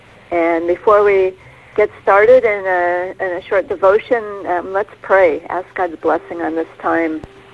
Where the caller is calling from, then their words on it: Alaska, United States; And I'm calling in from the Kenai Peninsula